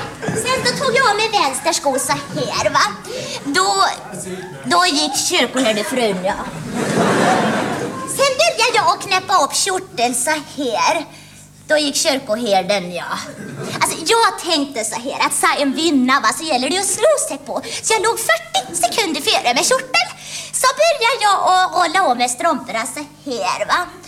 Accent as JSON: {"language": "Swedish", "region": "Västra Götaland County", "country": "Sweden", "tie": "born there"}